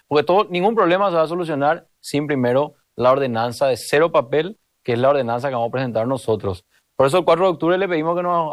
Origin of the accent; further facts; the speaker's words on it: Asunción, Paraguay; Antes que ser colorado, soy asunceno primero